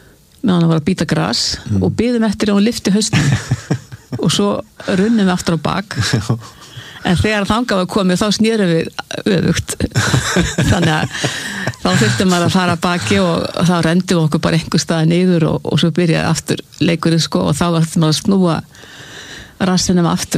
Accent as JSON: {"language": "Icelandic", "town": "Hvalfjörður", "region": "Western Region", "country": "Iceland", "tie": "born there", "said": "Já, ég sem sagt fæðist á Kúldalsá í Hvalfirði."}